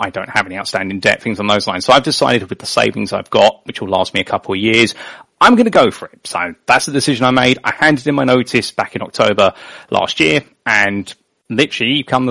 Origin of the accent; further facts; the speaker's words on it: United Kingdom; growing up in the United Kingdom and watching British motorsport and Formula One, you only know the circuits they go